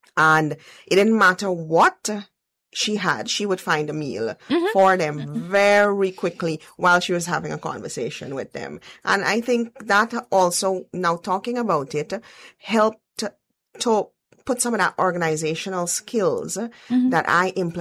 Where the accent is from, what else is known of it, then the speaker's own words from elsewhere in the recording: Queenstown, Pomeroon-Supenaam, Guyana; born there; also born or lived in Kapui; I was 12 when I moved. And so that has been my teenage years when I moved to Queenstown away.